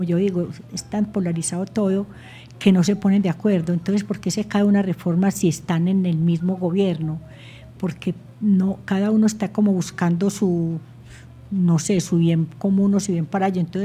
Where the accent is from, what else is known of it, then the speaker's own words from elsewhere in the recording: Colombia; nosotros como colombianos